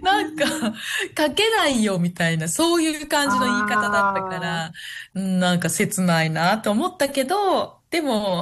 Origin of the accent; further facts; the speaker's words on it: Ehime, Japan; accent: Iyo dialect; 私、愛媛県なんですけど、出身が。で、その、伊予弁で、ややこいって言われたんですよ。